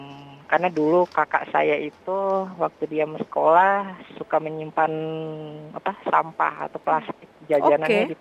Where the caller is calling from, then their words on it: Minahasa, North Sulawesi, Indonesia; Bukan dari Jombang. Saya dari Minahasa, Sulawesi Utara ini, Mbak.